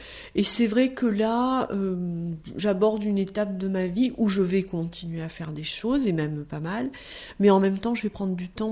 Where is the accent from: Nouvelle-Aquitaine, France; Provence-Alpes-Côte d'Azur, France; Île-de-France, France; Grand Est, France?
Nouvelle-Aquitaine, France; also born or lived in Périgord / Bordeaux / Corrèze; now in Toulouse, France; Moi je suis originaire de la Gironde davantage, donc soit le Périgord, soit Bordeaux, en ayant vécu quand même pas mal de temps en Corrèze. Et j'ai atterri à Toulouse